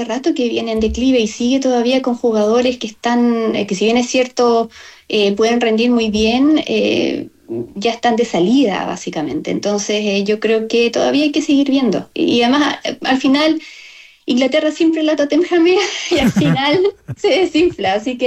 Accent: Chile; moved away; las cosas ya no estaban bien cuando yo me fui de Chile

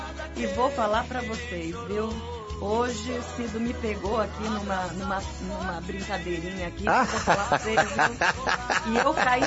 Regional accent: Santo Antônio da Platina, Paraná, Brazil; moved away; que eu sou paranaense, pra quem não sabe, viu? Eu sou lá de Santo Antônio da Pratina, é assim que a gente fala lá.

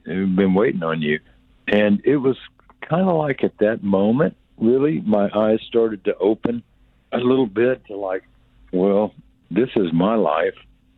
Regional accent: the South, United States; I was raised in the South.

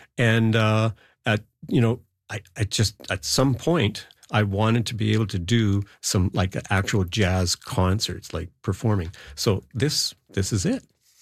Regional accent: Ontario, Canada; moved away as an adult; I was a little older because I came from Ontario, and I went to grade 13, and then I worked for a year.

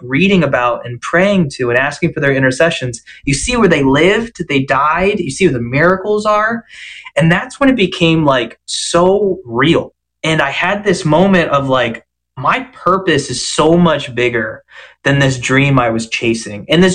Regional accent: United States; as American Catholics

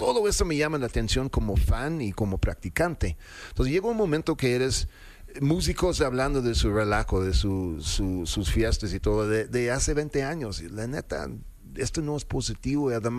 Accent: Mexico City, Mexico; Soy chilango con acento, pues, ¿yo qué hago, no?

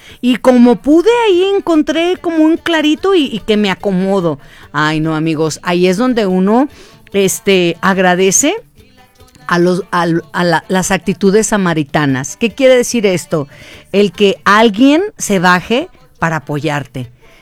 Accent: Jalisco, Mexico; moved away; era ya rumbo a mi pueblo, a mi rancho. Entonces, ya saben, se tiene que agarrar la carretera Barra de Navidad y luego pasas que Cocula, Tecolotlán.

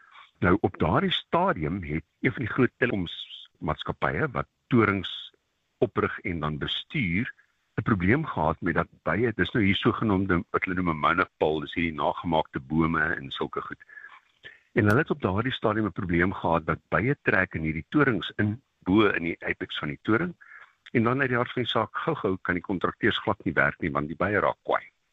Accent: Nigel, Gauteng, South Africa; also born or lived in Alberton; ek het aanvanklik in Alberton was op laerskool en van daar het my ouers verhuis na Nigel

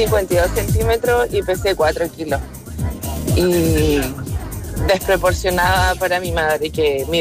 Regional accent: Copiapó, Atacama, Chile; born there; Yo nací en Copiapó, un día viernes, primero de marzo de 1985.

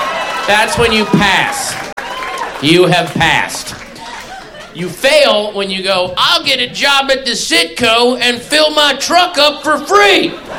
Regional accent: Sterling, United States; But now I love the fact that I grew up in Sterling. I really do. I'm so happy.

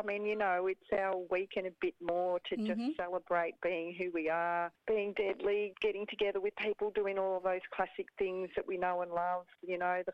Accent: Victoria, Australia; moved away as an adult; now in Melbourne, Australia; I'm a Yorta Yorta Gunno Kurnai woman. I grew up on Yorta Yorta country, up there in northeast Victoria, in inland freshwater country.

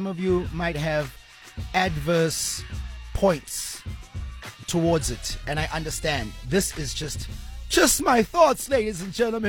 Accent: South Africa; I'm from South Africa

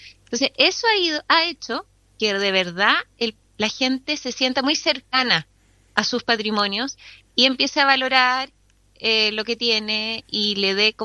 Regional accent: Chile

